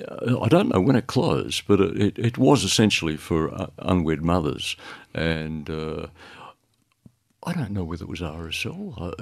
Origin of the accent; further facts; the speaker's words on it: Croydon, London, United Kingdom; In West Croydon, and when I was about 7 or 8, my mother remarried